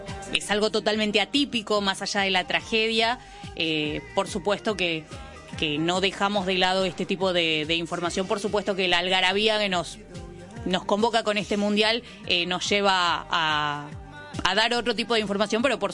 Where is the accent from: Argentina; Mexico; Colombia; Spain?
Argentina; nosotros como argentinos, en esta sí, tenemos la tranquilidad de sabernos clasificados a 16avos